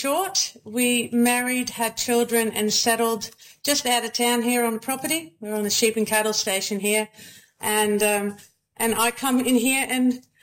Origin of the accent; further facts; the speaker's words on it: Netherlands; moved away as an adult; also born or lived in Cloncurry; now in Thargomindah, Australia; And I'm from Holland, from the Netherlands.